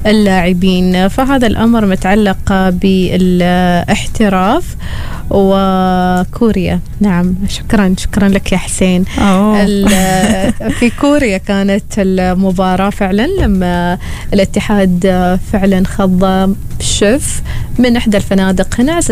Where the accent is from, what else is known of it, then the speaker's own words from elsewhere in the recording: Oman; حتى عندنا في عمان